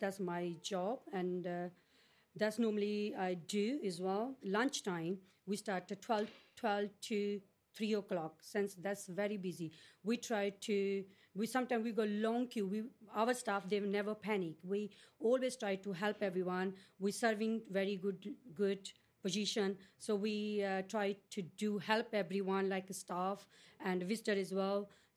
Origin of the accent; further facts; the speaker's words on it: India; English is a second language; moved away as an adult; I'm come from India. So when I apply the job here, I'm starting just normal worker.